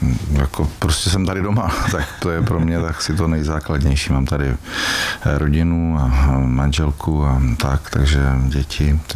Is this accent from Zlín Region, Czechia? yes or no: no; Pardubice, Pardubice Region, Czechia; je to moje rodné město, mám tady spoustu přátel ze školy, kamarádů, rodinu, ale fakticky od svých 18 let se pohybuju po celé České republice.